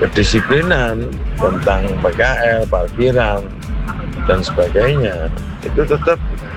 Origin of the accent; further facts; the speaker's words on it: Malang, East Java, Indonesia; saya sebagai orang Malang asli